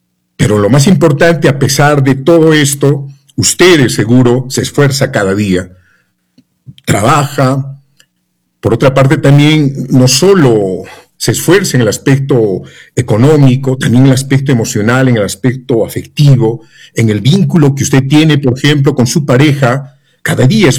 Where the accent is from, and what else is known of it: Peru